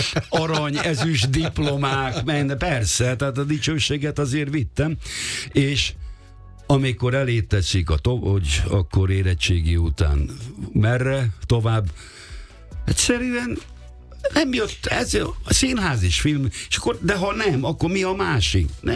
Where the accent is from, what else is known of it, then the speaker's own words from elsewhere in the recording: Budapest, Hungary; also born or lived in Szeged; 67-ben ott születtem, és 69-ben jöttünk föl Pestre